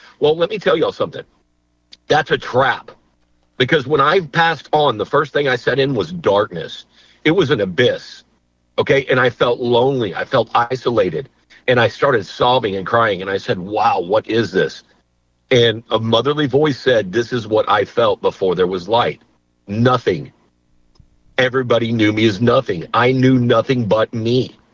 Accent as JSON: {"language": "English", "region": "the South", "country": "United States", "tie": "born or raised there", "said": "I was raised a Christian in the Bible Belt."}